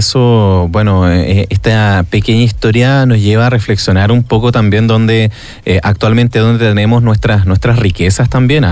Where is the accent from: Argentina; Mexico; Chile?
Chile; Los Vilos, Coquimbo; nosotros quienes somos de acá de Los Vilos